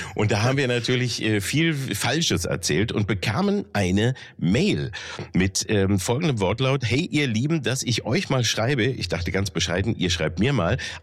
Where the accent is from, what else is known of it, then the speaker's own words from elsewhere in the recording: Peine, Lower Saxony, Germany; Ja, aber Peine damals, wo ich aufgewachsen bin, galt als Zonenrandgebiet.